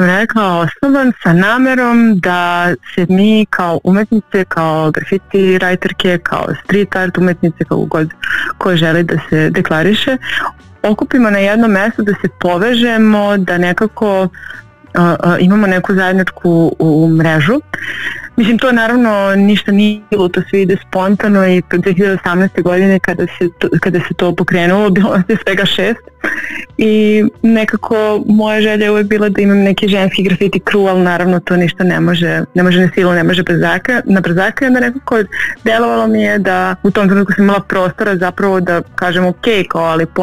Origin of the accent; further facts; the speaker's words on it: Belgrade, Serbia; Ja sam iz Beograda